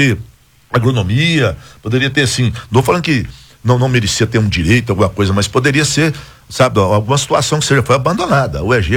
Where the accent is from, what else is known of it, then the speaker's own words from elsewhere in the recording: Edéia, Goiás, Brazil; a Universidade Estadual de Goiás, lá da minha cidade, do Principado de Edéia, da minha mulher, foi fechada.